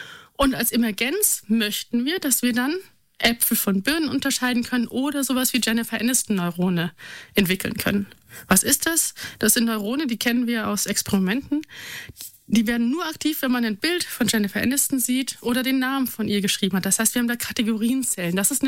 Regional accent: Germany; born there; Ich bin in einer Welt aufgewachsen, als Westdeutsche

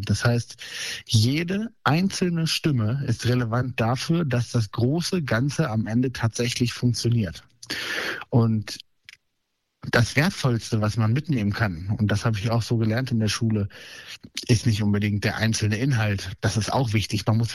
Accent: Northeim, Lower Saxony, Germany; born there; ich bin 20 Jahre alt und ich komme aus Northeim und habe hier mein Abitur gemacht 2025

